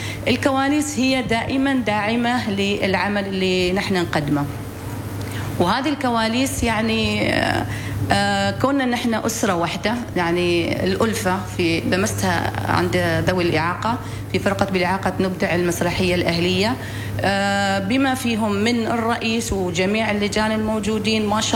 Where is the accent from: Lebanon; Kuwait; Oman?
Oman; وأنا كفنانة عمانية